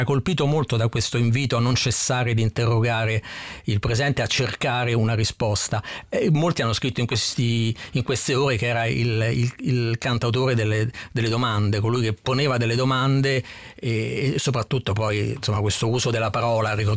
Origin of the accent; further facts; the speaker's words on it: Rome, Lazio, Italy; lo diciamo da romani